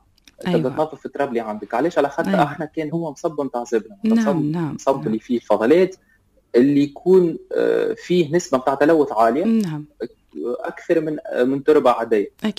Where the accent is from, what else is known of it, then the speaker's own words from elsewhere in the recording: Tunisia; كتونسي وكمهندس فلاحي تونسي وكحتى ناشط بيئي